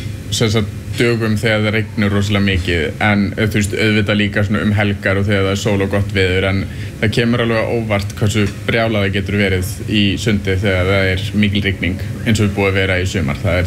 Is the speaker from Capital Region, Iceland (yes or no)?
yes; Reykjavík, Capital Region, Iceland